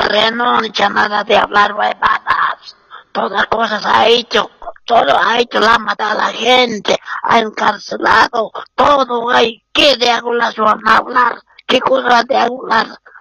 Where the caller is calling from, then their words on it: La Paz, Bolivia; Hablo de La Paz.